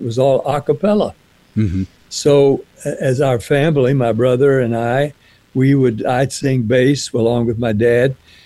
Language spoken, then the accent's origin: English; Nashville, Tennessee, United States; also born or lived in Jacksonville, Florida; We had relatives in Florida, Jacksonville, where I was born in Jacksonville, raised in Nashville.